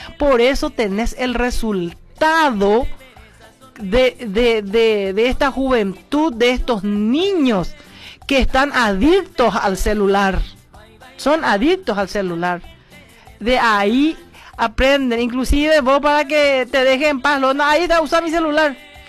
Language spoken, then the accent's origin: Spanish; Paraguay; acordate que somos hora paraguaya, ese es otro defecto que tiene el paraguayo.